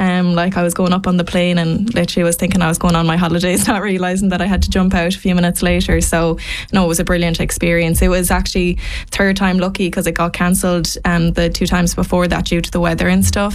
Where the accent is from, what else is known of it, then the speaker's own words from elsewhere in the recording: Galway, Connacht, Ireland; I'm from Clanburn in Galway.